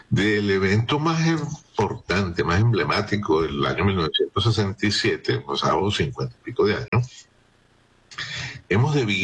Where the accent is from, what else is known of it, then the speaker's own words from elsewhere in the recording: Venezuela; La realidad es que estamos muy compungidos, pues, como venezolanos ante este evento que no se puede predecir